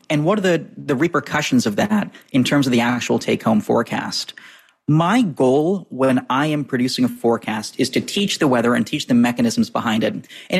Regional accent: New England, United States; moved away as an adult; now in Washington, D.C., United States; when I grew up in New England, so I just turned 29 the other day, I grew up in New England

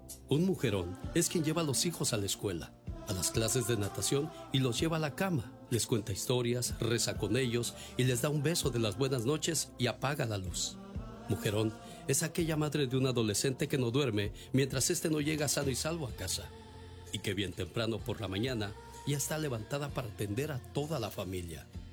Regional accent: Malacatán, San Marcos, Guatemala; moved away; Un día salí de Malacatán, San Marcos, Guatemala. Pero Malacatán, San Marcos, Guatemala, nunca salió de mí.

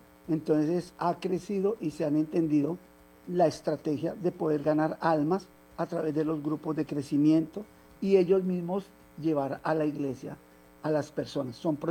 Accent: Bogotá, Colombia; moved away; yo soy rolo, a mí me gusta estar activo. O sea, uno de Bogotá

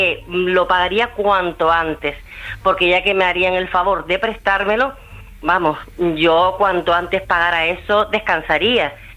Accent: Canary Islands, Spain; ¿qué te voy a decir yo que soy una canariona? Yo soy enamorada de mi tierra, porque soy una enamorada de mi tierra y de todas mis islas

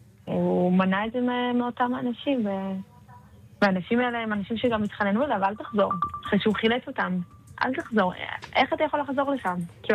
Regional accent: Jerusalem, Jerusalem District, Israel; moved away; also born or lived in Ashkelon; אני ירושלמית במקור, והיינו באשקלון. גרנו באשקלון את התקופה, ואני לא רגילה לטילים

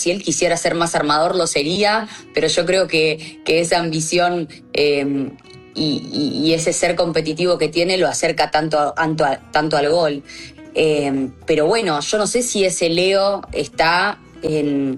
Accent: Argentina

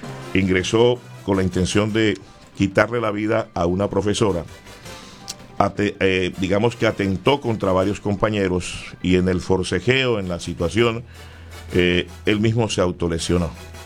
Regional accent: Colombia; se fracciona la hora en dos en mi país, Colombia.

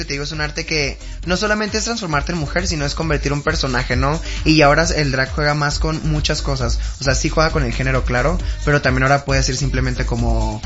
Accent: Mexicali, Baja California, Mexico; moved away; lo que me llevó a poder salir de Mexicali, porque soy de Mexicali.

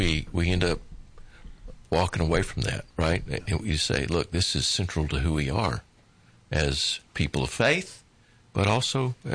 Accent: the South, United States; Growing up in the South, I wasn't sure about that.

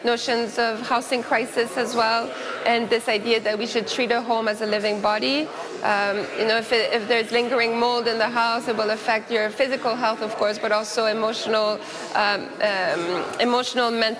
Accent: Aylmer, Quebec, Canada; also born or lived in Ottawa; I grew up partly in Aylmer, Quebec, so just on the other side of the river from the National Gallery. I used to come to Ottawa all the time. This is my place. This is where I grew up.

